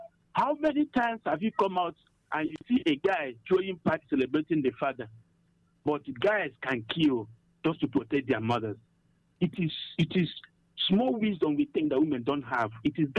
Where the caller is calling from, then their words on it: Enugu, Enugu State, Nigeria; call from Enugu.